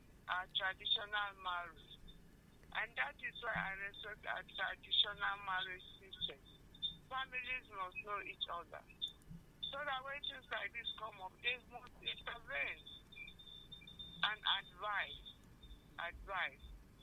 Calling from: Iran; English is a second language; I'm reaching you from Iran.

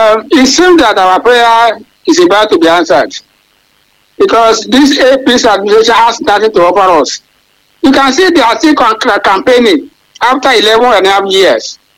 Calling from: Nigeria; from Akwata.

